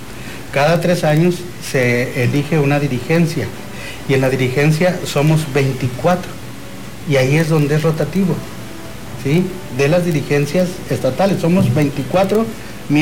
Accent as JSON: {"language": "Spanish", "region": "Zacatecas", "country": "Mexico", "lives_now": "Tabasco, Mexico", "said": "De que soy zacatecano, orgullosamente soy zacatecano, pero ya soy más tabasqueño que zacatecano."}